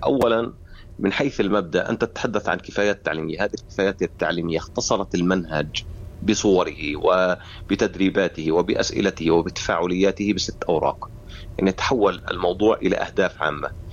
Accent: Jerusalem, Palestine; لنا كفلسطينيين في مدينة القدس

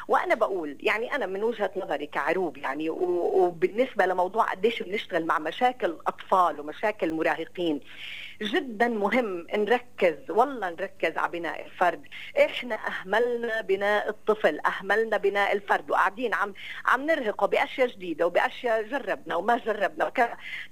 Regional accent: Palestine; وضعنا كفلسطينيين

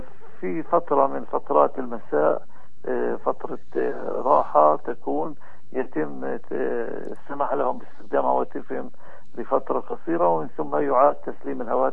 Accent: Palestine; بمجتمعنا الفلسطيني

